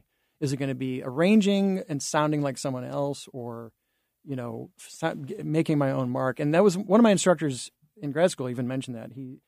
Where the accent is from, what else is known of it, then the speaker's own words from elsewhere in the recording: Normal, Illinois, United States; When I was growing up in Normal, of course, we had Illinois State University in our backyard.